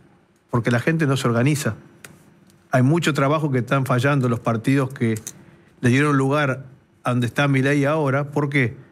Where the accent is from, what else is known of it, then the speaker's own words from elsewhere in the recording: Argentina; sabemos que los argentinos somos muy futboleros